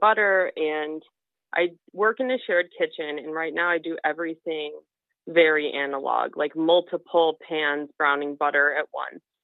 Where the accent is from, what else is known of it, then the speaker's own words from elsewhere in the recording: United States; now in London, United Kingdom; I'm calling from London, England.